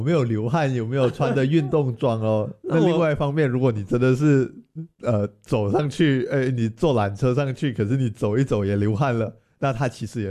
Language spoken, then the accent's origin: Chinese; Penang, Malaysia; 嗯，我们马来西亚马来西亚人不是，我们槟城人呢就还蛮喜欢去爬这座升旗山的。